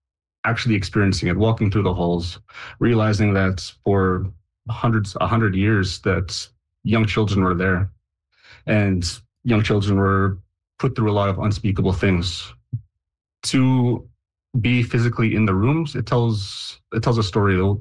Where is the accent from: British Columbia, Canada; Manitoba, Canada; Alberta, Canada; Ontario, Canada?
Manitoba, Canada; Long Plains First Nation; And I'm just from Long Plains First Nation.